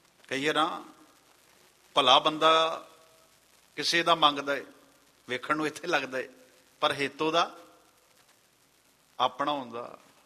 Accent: Punjab, India; ਮਤਲਬ ਮੈਂ ਮਾਝੇ ਦਾ ਰਹਿਣ ਵਾਲਾ, ਜਿੰਨੇ ਕੁ ਸਾਡੇ ਪਿੰਡਾਂ ਵਿੱਚ ਨੇ ਵਿਰਲੇ ਟਾਵੇਂ ਪਰਿਵਾਰ ਹੁੰਦੇ ਨੇ, ਦੋ ਚਾਰ ਪਰਿਵਾਰ ਇੱਦਾਂ ਹੁੰਦੇ ਨੇ।

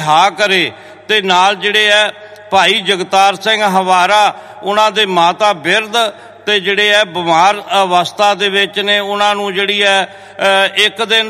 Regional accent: Punjab, India; ਜਿੱਥੇ ਪੰਜਾਬ ਦੇ ਵਿੱਚ, ਆਪਾਂ ਮੈਂ ਪੰਜਾਬ ਦੇ ਵਿੱਚੋਂ ਹੀ ਆਇਆ

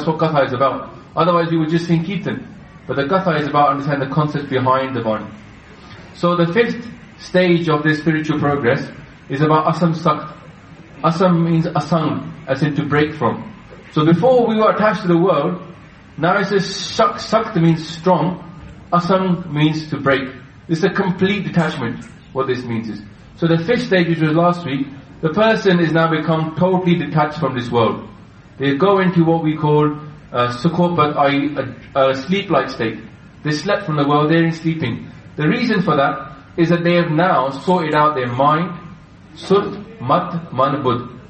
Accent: India; I grew up in India, and everybody made their own dain there. No one really bought it from the shops.

